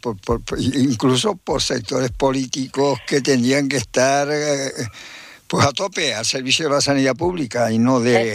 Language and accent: Spanish; Guatiza, Canary Islands, Spain; born there; Yo nací en Guatiza